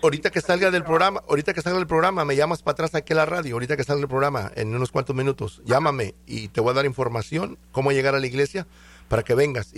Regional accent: Mathis, Texas, United States; Yo soy de Mathis, hermano, nomás que estoy en vivo acá en la radio en el Valle.

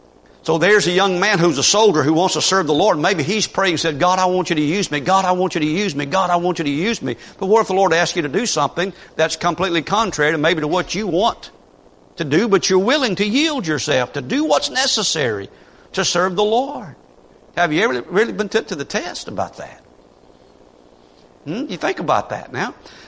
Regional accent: United States; we as Americans, we got our rights.

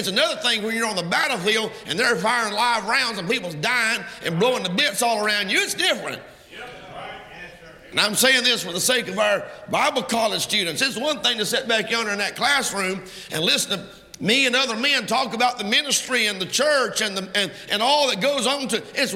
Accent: Waterloo, Georgia, United States; I was born and raised in Waterloo, Georgia. You can't hardly find it. It's only about a mile wide from one end to the other. I'm telling you, it's a hole in the road. Ain't nothing there.

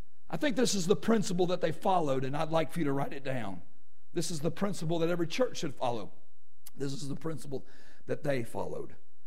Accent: Arkansas, United States; I'm from Arkansas and I can't pronounce them

